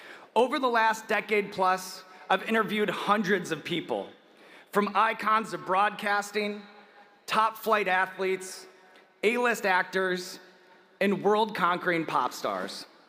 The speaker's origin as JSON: {"language": "English", "town": "Crystal Lake", "region": "Illinois", "country": "United States", "tie": "born or raised there", "said": "I grew up in Crystal Lake, Illinois, which is about an hour and a half northwest of Chicago."}